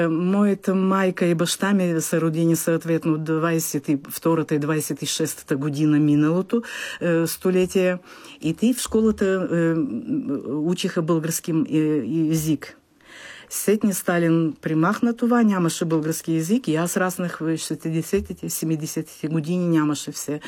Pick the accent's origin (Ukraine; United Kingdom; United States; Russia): Ukraine; Petrovka; Родена съм в Таврийското Приазовие, в Украинското Приазовие, в малко село Петровка се нарича. То още има едно название – Машкир.